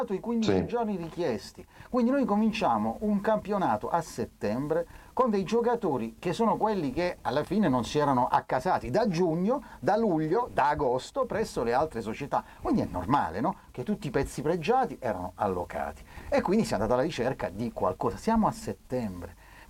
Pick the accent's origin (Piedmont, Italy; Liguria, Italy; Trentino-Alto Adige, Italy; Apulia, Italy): Apulia, Italy; Taranto; io sono tarantino e sono orgoglioso della mia città